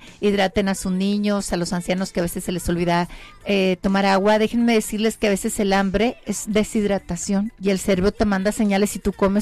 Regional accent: Mexico; nosotras no estamos del lado de … si somos mexicanas?

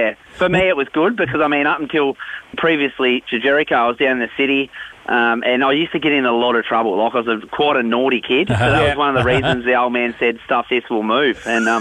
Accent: Tasmania, Australia; growing up in Tassie fishing all around the Highland Lakes and stuff for trout.

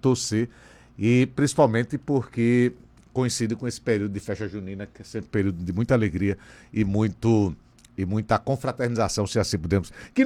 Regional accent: Brazil; E olha que eu tô falando como brasileiro, né?

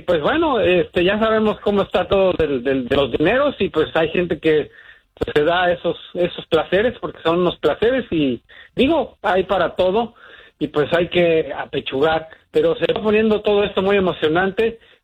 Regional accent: Mexico City, Mexico; como dicen allá en mi tierra, Chilangolandia, uh-huh. Eso es expulsación.

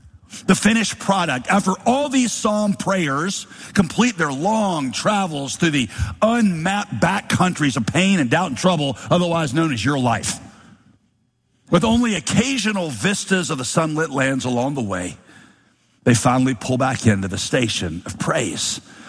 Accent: Winston-Salem, North Carolina, United States; born or raised there

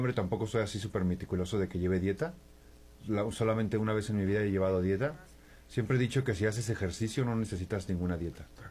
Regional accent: Tampico, Tamaulipas, Mexico; now in Mexico City, Mexico; Hace 11 años me separé de ellos, cuando me vine de Tampico para acá, para Ciudad de México.

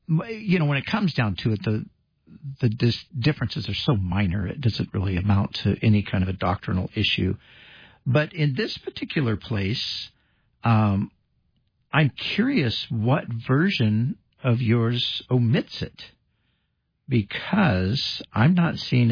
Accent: California, United States; And I said, well, I'm from California where we have rattlesnakes as pets, so I'm not really worried about it.

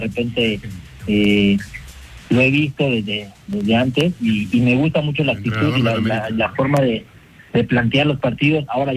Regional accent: Mexico; y eso como exfutbolista mexicano me encanta

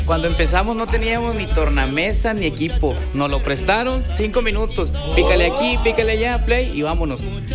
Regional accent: Apodaca, Nuevo León, Mexico; Somos de Apodaca, sí.

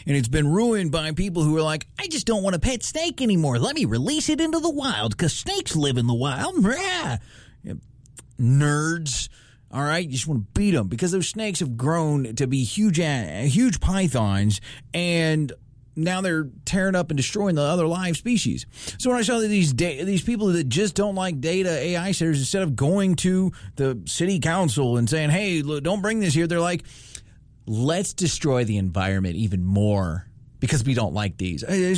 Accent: Florida, United States; Growing up in Florida, I grew up in the Gulf, man, in the Everglades

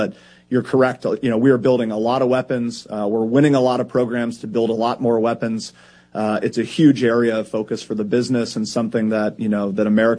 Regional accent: Philadelphia, Pennsylvania, United States; I did not have the pleasure of growing up in Ohio. I grew up in Philadelphia. Dad is from Cincinnati.

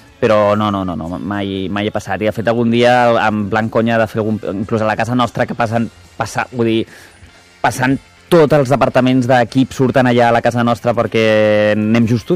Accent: Barcelona, Catalonia, Spain; Em vaig criar a Sant Gervasi, al costat entre plaça Bonanova i plaça Kennedy.

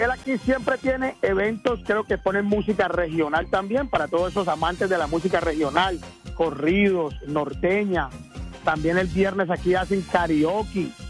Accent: Cali, Valle del Cauca, Colombia; moved away; somos colombianos, somos de la ciudad de Cali

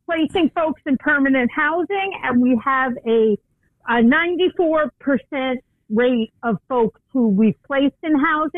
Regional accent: New York, United States; I grew up on Long Island, and the only place I ever wanted to live was the city.

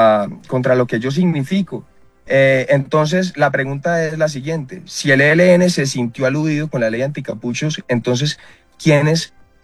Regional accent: Cali, Valle del Cauca, Colombia; porque además yo soy de Cali.

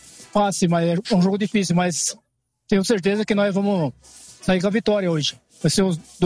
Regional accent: Salto, São Paulo, Brazil; sou de Salto.

